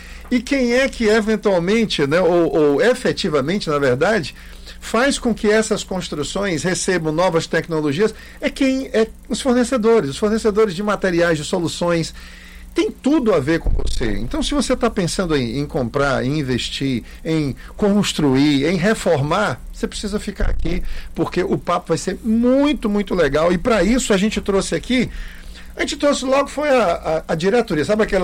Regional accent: Quixeramobim, Ceará, Brazil; É, vizinha a minha terra do Quixarambi.

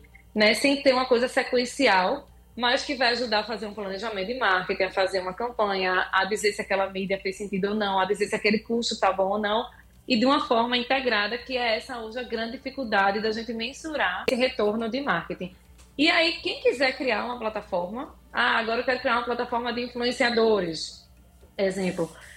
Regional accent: Recife, Pernambuco, Brazil; Porque eu vivo agora aí, sou recifense, mas estou de coração. A cada 15 dias eu estou aí

